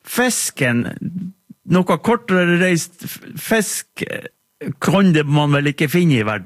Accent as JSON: {"language": "Norwegian", "town": "Magerøy", "region": "Finnmark", "country": "Norway", "said": "vi som har vært hjemme på Magerøy i sommer, vi føler at vi ikke hadde så mye sommer."}